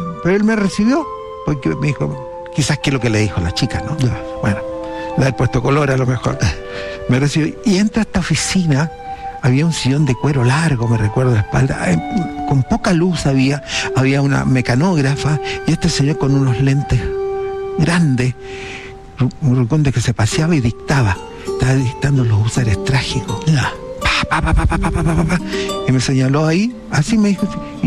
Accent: Iquique, Tarapacá, Chile; also born or lived in United States; Yo había leído Inostrosa cuando era chico en Iquique. Usted haber tenido 9 años, 10 años, de ahí El Combate Anal de Iquique, se me caían las lágrimas.

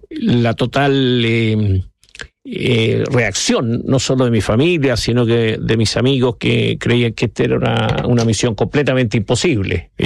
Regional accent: Chile; now in Spain

